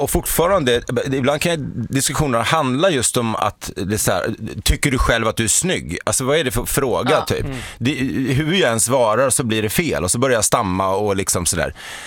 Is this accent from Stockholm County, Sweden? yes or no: yes; Stockholm, Stockholm County, Sweden; born there; Men sen är jag ju också född i Stockholm. Jag är född på Södersjukhuset